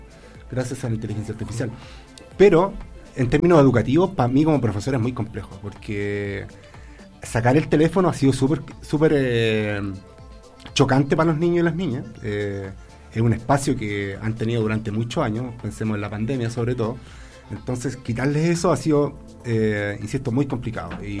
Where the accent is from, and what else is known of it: Chile